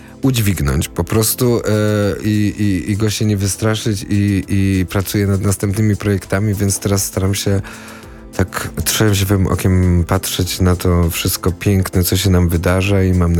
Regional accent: Kraków, Lesser Poland, Poland; ja pochodzę z Krakowa

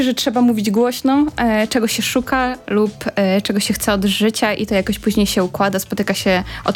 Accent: Podlaskie Voivodeship, Poland; jesteśmy z Podlasia, więc wszystko, co na ziemniaku, nie jest nam obce.

